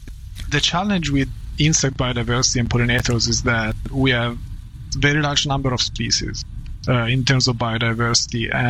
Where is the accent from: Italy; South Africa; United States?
Italy; moved away; I mean, for me, I came from Italy, and the boreal forest is such a wild place. And for us in Europe, we don't have that perception of space and nature in such a large scale.